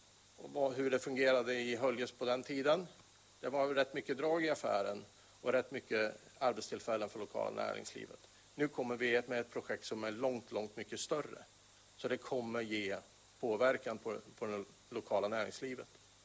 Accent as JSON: {"language": "Swedish", "region": "Värmland", "country": "Sweden", "said": "Inte bara för att jag är värmlänning"}